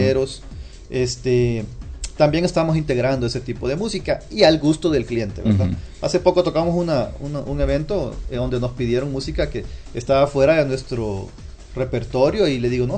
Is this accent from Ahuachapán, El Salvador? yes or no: no; Metapán, Santa Ana, El Salvador; somos de Metapán